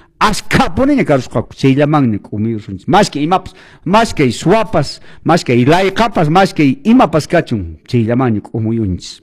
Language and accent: Spanish; Velille, Cusco, Peru; now in Santo Tomás, Peru; somos de Belille, radicamos más de 25 años aquí en Santo Tomás.